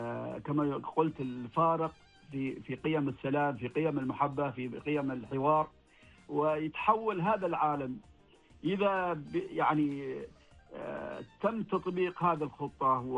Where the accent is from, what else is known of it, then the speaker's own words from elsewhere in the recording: Oman; بمجرد ما أذكر إني من سلطنة عمان